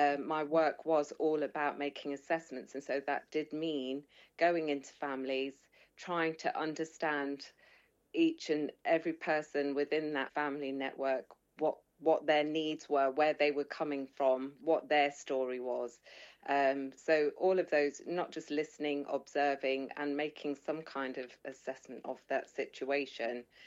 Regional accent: Leicester, East Midlands, United Kingdom; moved away as an adult; I was born and raised in Leicester. So I come from the Midlands, actually. And I came to university in London when I was about 18, all those years ago.

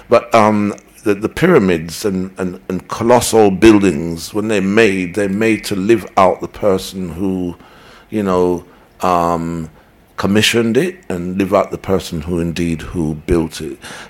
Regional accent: Jamaica; I said, I'm Jamaican.

